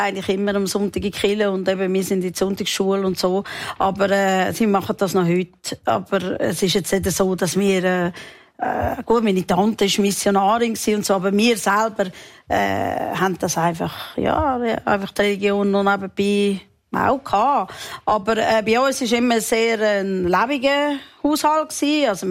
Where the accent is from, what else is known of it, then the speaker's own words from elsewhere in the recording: Meilen, Zurich, Switzerland; Ja, ich bin, Meilen.